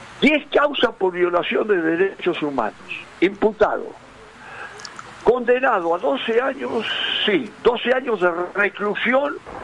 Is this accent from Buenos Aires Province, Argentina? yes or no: yes; Salto, Buenos Aires Province, Argentina; los paisanos en mi pueblo, yo soy de Salto Argentino, ¿no es cierto? Cerca de Pergamino, ciudad ahora.